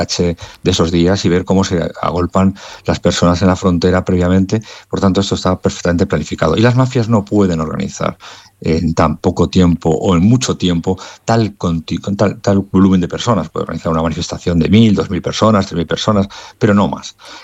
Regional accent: Canary Islands, Spain; familias de Canarias, yo soy de Canarias, por tanto sé lo que es la inmigración ilegal en el Hierro y en otras partes

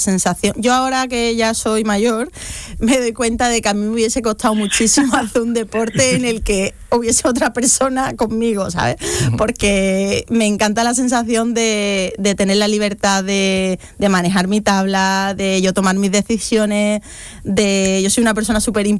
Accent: Seville, Andalusia, Spain; porque tenemos un río precioso, soy una bahía de Cádiz a una hora en coche

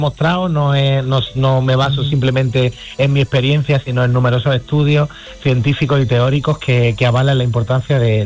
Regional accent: Jaén, Andalusia, Spain; llevar por delante a mi tierra, Jaén

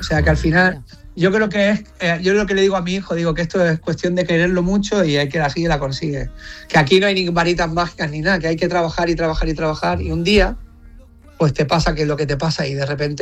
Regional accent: L'Hospitalet de Llobregat, Catalonia, Spain; born there; also born or lived in Barcelona; Soy nacido en Barcelona, soy de Hospitalet, catalán, de pero pura cepa

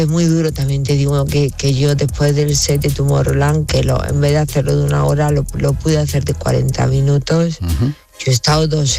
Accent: Spain; Me empieza a hablar en inglés. Digo, no, pues soy española.

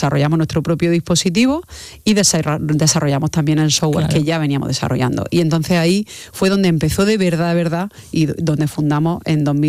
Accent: Almería, Andalusia, Spain; había un equipo en Roqueta, que nosotros somos de Almería, o nos fuimos a Roqueta a hacer una prueba con un equipo de tercera división

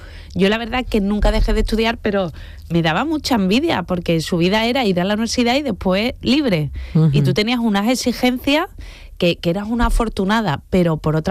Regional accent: Spain; yo me centré sobre todo en Milán, que normalmente, siendo española, es como un poquito más la rueda

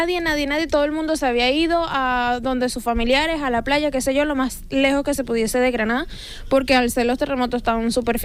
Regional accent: Venezuela; now in Spain; en mi país, yo soy de Venezuela

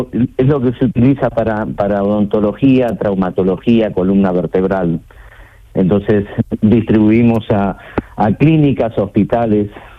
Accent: Argentina; now in Marbella, Spain; No, no soy de Huelva, no soy español, soy argentino, pero llevo viviendo en España desde el año 81.

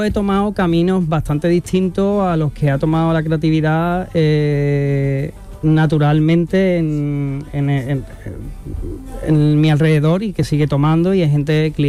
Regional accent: Cádiz, Andalusia, Spain; also born or lived in Madrid / Barcelona; now in Jerez de la Frontera, Spain; yo soy un gaditano afincado en Jerez, un apasionado de Jerez ahora mismo.

